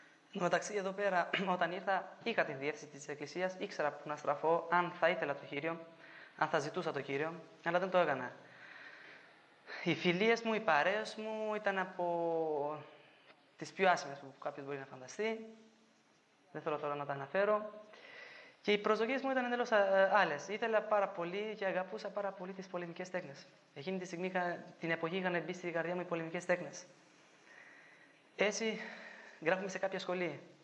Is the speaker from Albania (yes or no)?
yes; Albania; Greek is a second language; έως που μεγάλωσα, έως που στην Αλβανία ήρθε η δημοκρατία